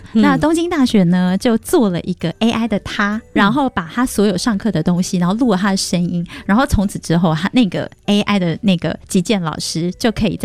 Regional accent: Taiwan; 我们台湾人

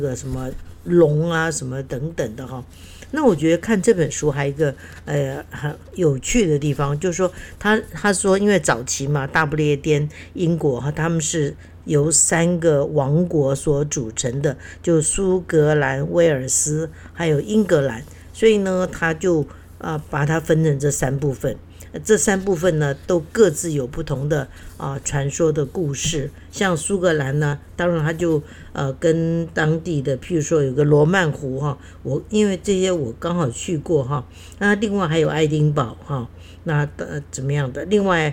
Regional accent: Keelung, Taiwan; 因为我小时候住在基隆嘛

